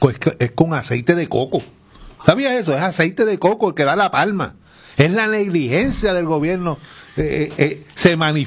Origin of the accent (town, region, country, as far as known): Puerto Rico